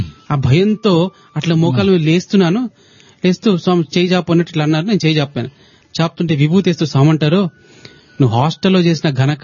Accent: Telangana, India; నేను మాది తెలంగాణ ప్రాంతంలో ఒక ఊరు

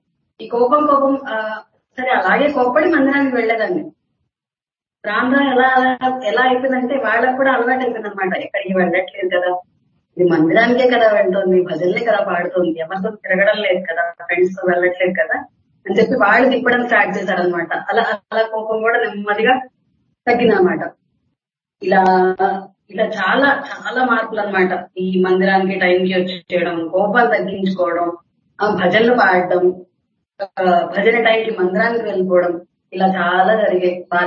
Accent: Vijayawada, Andhra Pradesh, India; మా ఊరు విజయవాడ.

